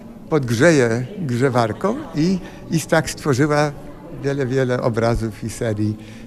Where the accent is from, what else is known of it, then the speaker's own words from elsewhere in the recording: Warsaw, Masovian Voivodeship, Poland; born there; moved away; ja się urodziłem w Warszawie, na ulicy Wiejskiej mieszkaliśmy